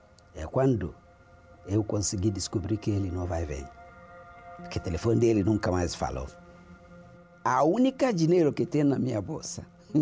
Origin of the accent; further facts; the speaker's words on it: Nigeria; Portuguese is a second language; Eu venho de Nigéria. A vida nunca foi fácil desde criança.